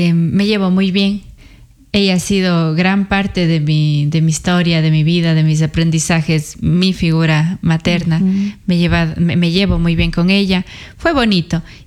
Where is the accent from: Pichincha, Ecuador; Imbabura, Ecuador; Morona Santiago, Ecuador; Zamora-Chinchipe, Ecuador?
Morona Santiago, Ecuador; Sucúa; Pasé en Sucúa, yo soy de Sucúa, de Morona, Santiago. Pasé allá hasta los 9 años con mi abuelita.